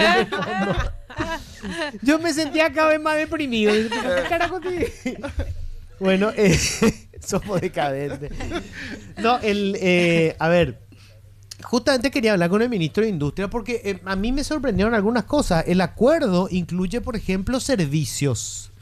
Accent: Paraguay; Nosotros como consumidores paraguayos, ¿verdad?

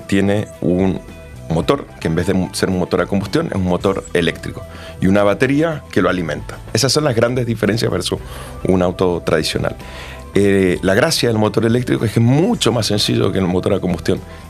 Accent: Mendoza, Argentina; now in Chile; Bueno, yo soy gerente general de Tesla en Chile, ya llevo mendocino, llevo 20 años en Chile

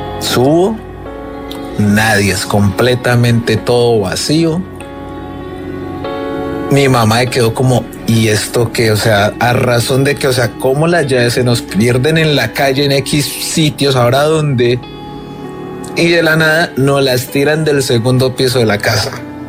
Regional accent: Cali, Valle del Cauca, Colombia; el hogar donde siempre he vivido, es una casa familiar, pues era de mi abuela. Y pues vivo en un sector, digamos, bastante complicado de la ciudad de Cali, soy caleño.

